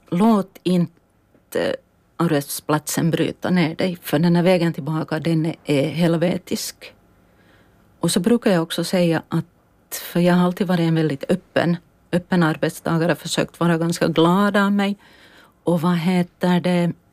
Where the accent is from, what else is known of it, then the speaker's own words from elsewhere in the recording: Ekenäs, Uusimaa, Finland; moved away as an adult; now in Åland, Finland; Vi har bott länge i Ekenäs. Jag är född och uppvuxen i Ekenäs. Och så bestämde vi då att nu flyttar vi till Åland. För här bor då min äldre dotter och hennes familj. Och vi flyttade ju hit då 2013.